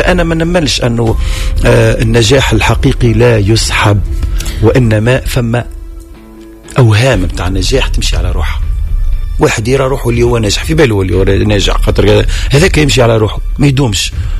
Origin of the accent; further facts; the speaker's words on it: Tunisia; انا كفنان تونسي